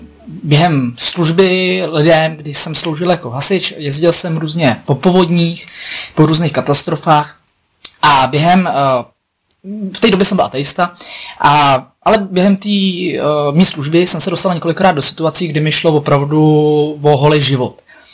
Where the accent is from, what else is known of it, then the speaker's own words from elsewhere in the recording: Blatná, South Bohemian Region, Czechia; now in Plzeň, Czech Republic; Když jsem poznal moji nynější manželku, tenkrát přítelkyni, tak jsme se stěhovali zrovna z Blatný, odkud pocházím, do Plzně.